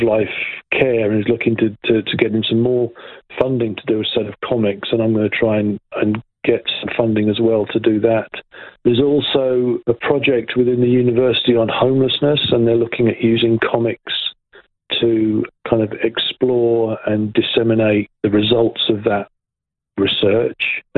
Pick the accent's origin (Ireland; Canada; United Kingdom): United Kingdom; England; because I'm English, right?